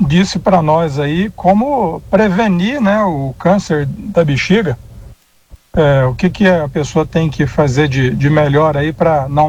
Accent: Goiás, Brazil; eu sou goiano e, infelizmente, esse povo aqui é o povo mais ignorante que existe na face da terra com relação a trânsito.

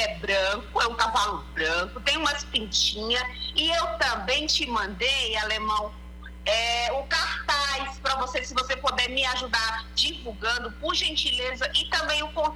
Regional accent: Brazil; now in Guarujá, Brazil; Mas a minha terrinha é em Tubi, né? Minha terrinha.

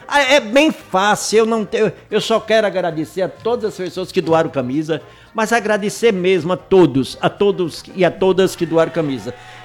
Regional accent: Brazil

